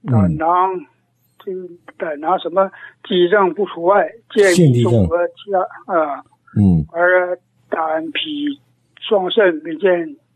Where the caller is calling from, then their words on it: Dalian, Liaoning, China; 哎，我是大连的。